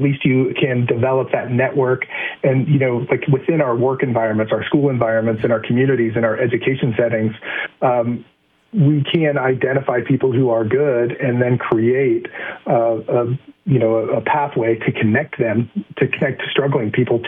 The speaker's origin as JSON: {"language": "English", "region": "Midwest", "country": "United States", "said": "I'm a Midwesterner, and we tend to think that it's not our business"}